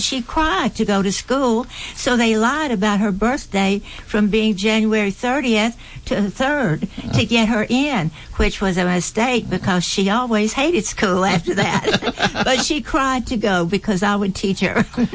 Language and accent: English; Tioga, Louisiana, United States; also born or lived in Shreveport; but I am originally from Tioga and Ball, Louisiana, that area, born